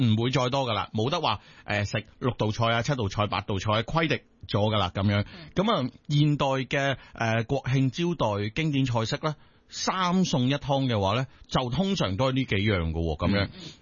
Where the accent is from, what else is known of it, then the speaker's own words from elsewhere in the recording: China; 外吹内软啊，同我哋中国人嘅心一样啊